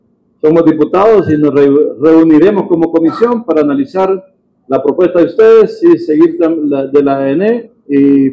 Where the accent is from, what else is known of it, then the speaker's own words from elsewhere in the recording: Honduras; que definitivamente podamos nosotros sentir como pueblo hondureño que esa gota que mensualmente representa 1.300 millones de pérdidas a la finanza del pueblo hondureño ya cese.